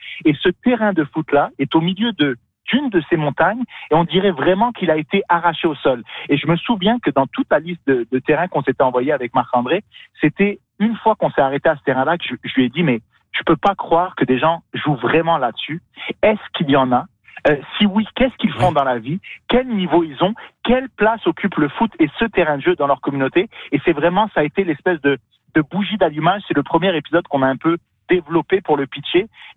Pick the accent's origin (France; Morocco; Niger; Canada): Niger; born there; Moi, je suis né au Niger, en Afrique de l'Ouest, un pays très, très pauvre. J'étais dans la classe moyenne.